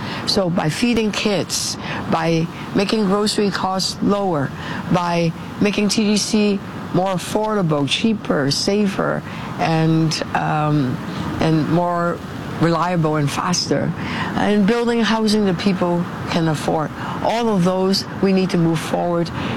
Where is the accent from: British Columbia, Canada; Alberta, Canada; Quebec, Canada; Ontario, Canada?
Ontario, Canada; Toronto; I grew up in St. Jamestown.